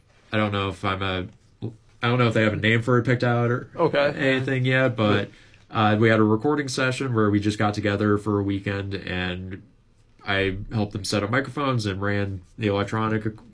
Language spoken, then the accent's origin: English; Lakeville, Minnesota, United States; moved away as an adult; also born or lived in Mankato; now in Winona, United States; yeah, we're all from Lakeville. God. Yeah, we all went to Lakeville North together, so Jake and I were in the same grade.